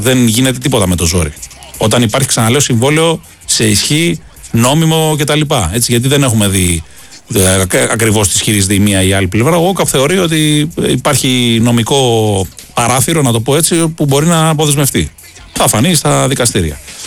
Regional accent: Greece; το λέω και ως Έλληνας μαζί

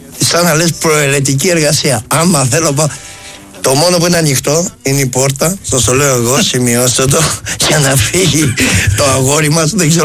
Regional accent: Kyllini, Western Greece, Greece; Από την Αμαλιάδα. Βασικά με την Κυλίνη. Ψαροχώρη της Κυλίνης.

